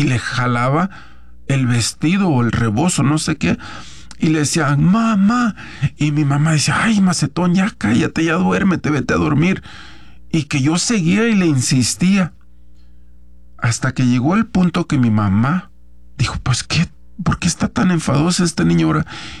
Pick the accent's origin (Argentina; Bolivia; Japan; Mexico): Mexico; San Francisco del Rincón, Guanajuato; yo soy de Guanajuato, de un pueblo que se llama San Francisco del Rincón, Guanajuato, un ladito como a 20 minutos de León, Guanajuato.